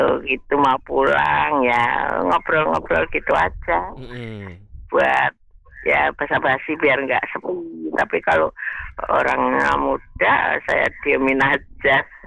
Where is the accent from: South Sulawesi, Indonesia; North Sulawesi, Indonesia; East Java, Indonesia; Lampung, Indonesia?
South Sulawesi, Indonesia; Makassar; Oh, berarti bukan orang Semarang ya? Iya, saya dari Makassar.